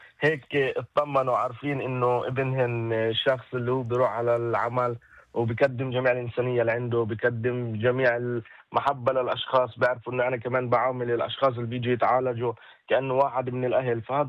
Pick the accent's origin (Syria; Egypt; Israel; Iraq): Israel; Abu Ghosh, Jerusalem District; أنا من قرية أبو غوش، درست التخصص بمخللة لمنهال في القدس.